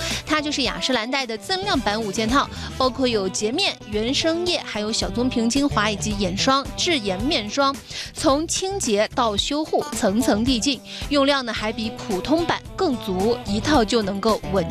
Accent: Yunnan, China; 对，我们云南人啊，

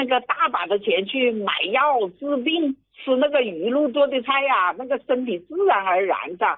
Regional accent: Fujian, China; accent: southern; moved away as an adult; now in Shandong, China; 我老家是福建的

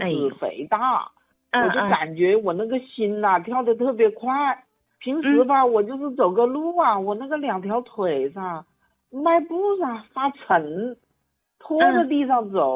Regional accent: Wuhan, Hubei, China; 我是武汉的，我今年63了。

